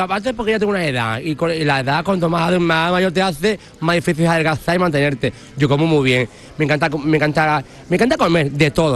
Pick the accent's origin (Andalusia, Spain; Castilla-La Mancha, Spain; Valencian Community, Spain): Andalusia, Spain; San Fernando; soy de Cádiz, San Fernando